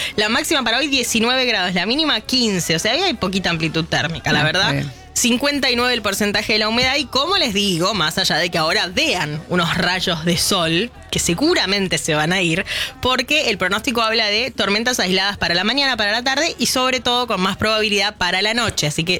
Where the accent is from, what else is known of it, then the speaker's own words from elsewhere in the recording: Basque Country, Spain; now in Buenos Aires, Argentina; Yo soy vasca y de Tauro, ¿viste? Que dar la razón no abunda acá.